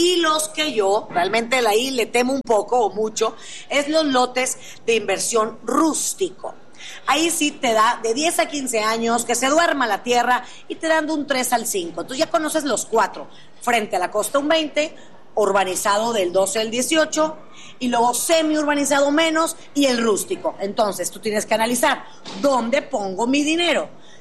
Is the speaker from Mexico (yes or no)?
yes; Monterrey, Nuevo León, Mexico; Tú sabes que yo soy regia y ese capital inteligente